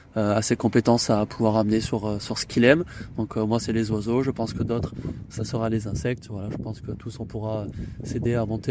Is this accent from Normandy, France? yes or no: no; Occitanie, France; moved away as an adult; now in Montpellier, France; Je viens de Montpellier. Alors, je viens du Gard, mais j'ai beaucoup vécu sur Montpellier de par mes études et mon travail que j'occupe maintenant